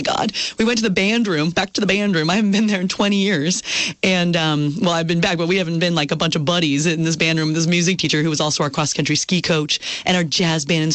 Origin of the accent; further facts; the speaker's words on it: Newbury, Vermont, United States; So, look, I grew up in Newbury, Vermont, a little town on the Connecticut River, which is kind of amazing.